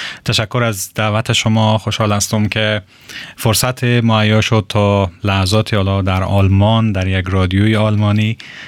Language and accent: Persian; Herat, Afghanistan; و متولد هراتم.